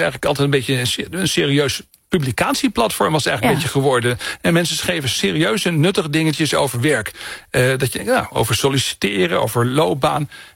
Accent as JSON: {"language": "Dutch", "town": "Muntendam", "region": "Groningen", "country": "Netherlands", "tie": "born or raised there", "said": "Want ik kom uit Oost-Groningen."}